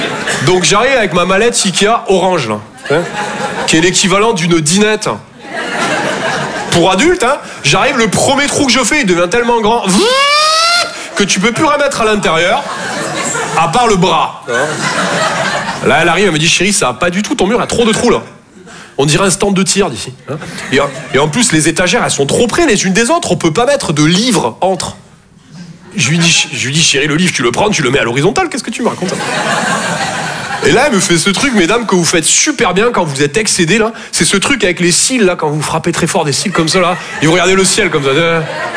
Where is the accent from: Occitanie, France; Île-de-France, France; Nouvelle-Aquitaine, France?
Occitanie, France; Toulouse; moved away; Je viens de Toulouse à la base. Ouais, ça s'entend un peu, ouais. Bah, mon accent, c'est vraiment comme mon sexe, je sors que quand je suis en confiance.